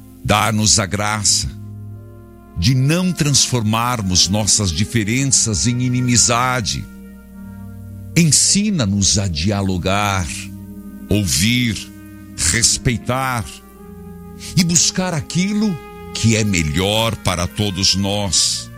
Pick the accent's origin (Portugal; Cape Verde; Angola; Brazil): Brazil; Paraná; Ubiratã, meu abraço a todo o estado do Paraná. Sou paranaense com muito orgulho.